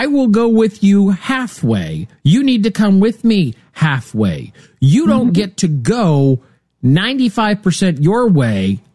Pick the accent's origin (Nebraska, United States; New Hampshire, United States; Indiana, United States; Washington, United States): Nebraska, United States; Lincoln; I'm from Lincoln, eastern edge of the state.